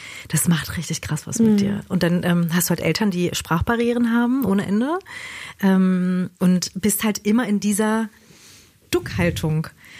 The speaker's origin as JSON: {"language": "German", "region": "Berlin", "country": "Germany", "tie": "born or raised there", "said": "obwohl ich gebürtige Berlinerin bin"}